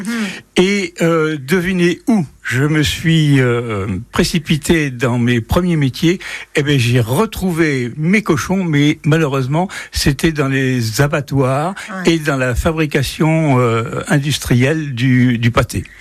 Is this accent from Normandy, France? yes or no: yes; Rouen, Normandy, France; born there; Oh, je suis né par accident à Rouen.